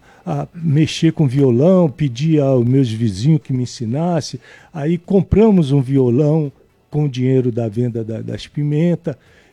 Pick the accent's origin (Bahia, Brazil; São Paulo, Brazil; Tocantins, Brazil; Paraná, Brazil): Bahia, Brazil; Salvador; accent: Bahian; moved away; also born or lived in Rio de Janeiro; eu sou de Salvador, sou baiano.